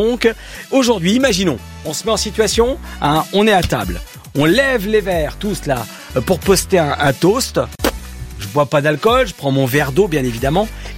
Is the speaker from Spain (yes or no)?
yes; Spain; Température, oui, je suis espagnol, en dessous de 20 degrés, c'est formidable.